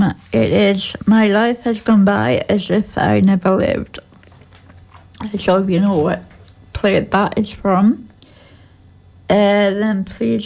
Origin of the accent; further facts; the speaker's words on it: Algeria; moved away; I grew up in Algeria